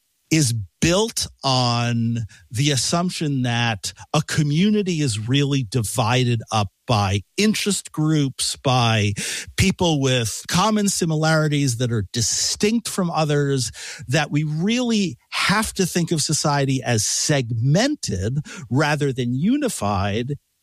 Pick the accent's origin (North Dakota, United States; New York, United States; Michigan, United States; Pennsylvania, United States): New York, United States; New York City; I grew up right across the river from you. I grew up in Washington Heights